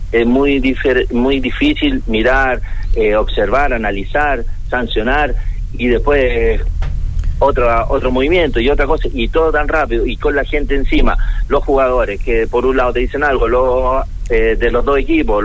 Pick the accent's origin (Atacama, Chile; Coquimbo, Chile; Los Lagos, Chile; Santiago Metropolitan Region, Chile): Santiago Metropolitan Region, Chile; Santiago; moved away as an adult; also born or lived in La Florida, Santiago / Rancagua; now in Mostazal, Chile; Yo de Santiago de Chile